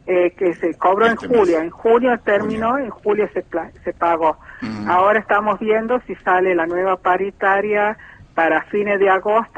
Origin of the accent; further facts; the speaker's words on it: La Rioja, Argentina; yo estoy preocupada como riojana